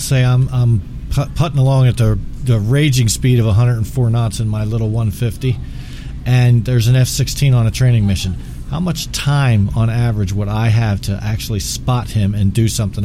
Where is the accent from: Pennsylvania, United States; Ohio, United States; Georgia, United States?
Pennsylvania, United States; Philadelphia; We're from the Philadelphia, Pennsylvania area